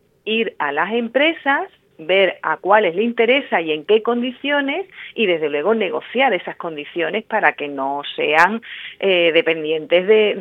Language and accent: Spanish; Ceuta, Spain; un parking exclusivo para las mercancías de Ceuta, porque somos españoles.